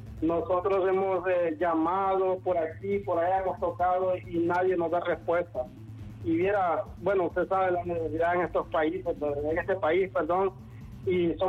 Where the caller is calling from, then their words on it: Colón, Honduras; nosotros somos microempresarios de Colón, de la chapia de la carretera, de la limpieza de cuneta